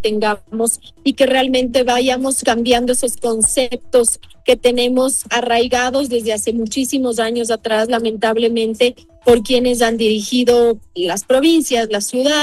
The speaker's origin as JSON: {"language": "Spanish", "country": "Ecuador", "said": "los ecuatorianos en sí"}